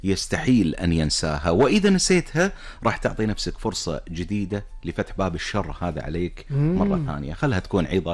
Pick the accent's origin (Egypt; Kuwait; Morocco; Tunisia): Kuwait; إحنا كمجتمع كويتي